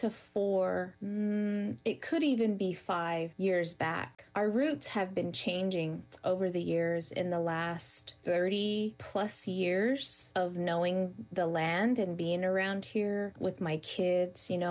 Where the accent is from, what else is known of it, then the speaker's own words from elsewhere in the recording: United States; for us as Indian people, you had to think about, you know, what does resiliency mean for us?